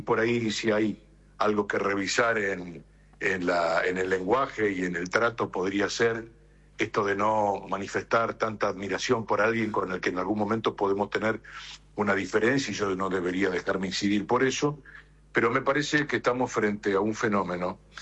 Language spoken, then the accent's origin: Spanish; Santa Fe Province, Santa Fe, Argentina; nos intercambiamos unas emociones como santafesinos que somos también